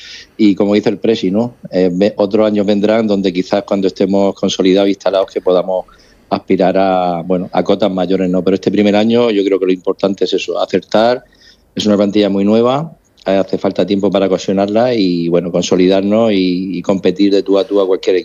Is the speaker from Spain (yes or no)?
yes; Spain